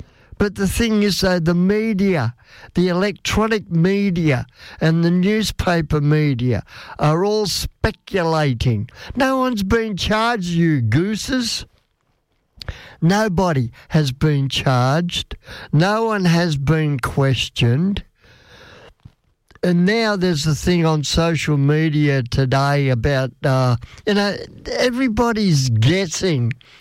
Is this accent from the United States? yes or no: no; Australia; we are Australian. I am an Aussie.